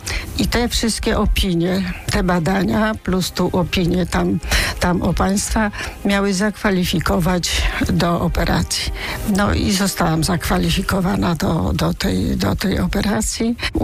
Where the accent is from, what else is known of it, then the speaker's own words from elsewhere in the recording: Gdańsk, Pomeranian Voivodeship, Poland; u nas w Gdańsku